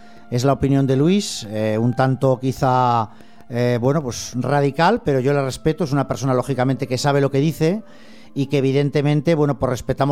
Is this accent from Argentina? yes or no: no; Aragon, Spain; Es aragonés como nosotros.